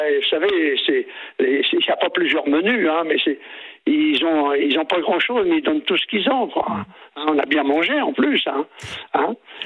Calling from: Pays de la Loire, France; J'habite en Vendée.

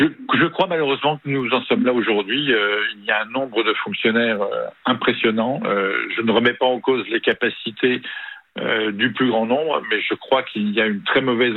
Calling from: Beaune, Bourgogne-Franche-Comté, France; J'ai 69 ans et je vous appelle de Beaune

